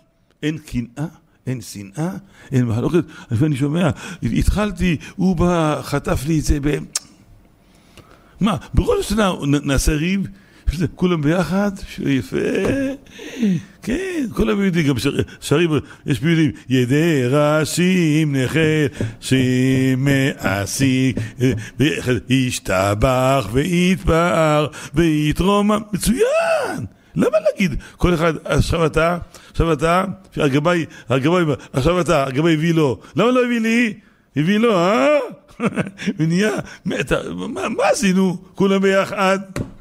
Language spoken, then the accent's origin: Hebrew; Holon, Tel Aviv District, Israel; אני מחולון